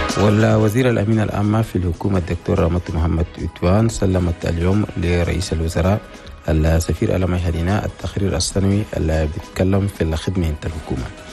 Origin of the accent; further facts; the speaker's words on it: Chad; بين بلدنا تشاد وجمهورية مصر